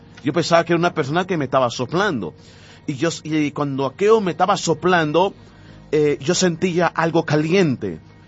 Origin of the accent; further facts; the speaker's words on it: Nicaragua; y allá en Nicaragua, en mi país, se le llaman mosca